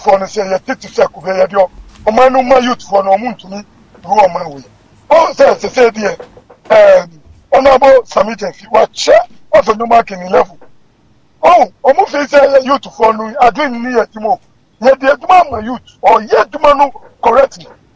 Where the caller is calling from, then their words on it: Accra, Greater Accra, Ghana; I'm calling from Dasoma.